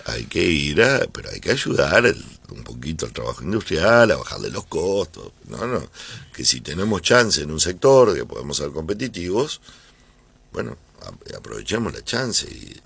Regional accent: Uruguay

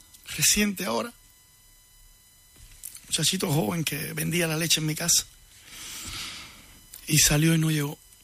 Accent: Cuba; En Cuba, en mi pueblo, ahí, uno de los líderes más grandes o que más mediático era en la oposición en Cuba era de mi pueblo

